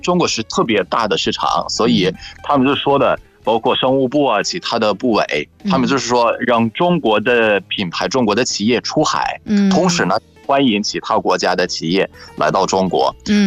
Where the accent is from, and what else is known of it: Egypt; Chinese is a second language